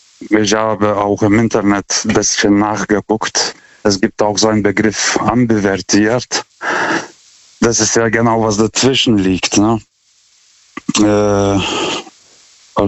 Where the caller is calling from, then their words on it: Karlsruhe, Baden-Württemberg, Germany; German is a second language; aus Karlsruhe. Ich rufe zum zweiten Mal an.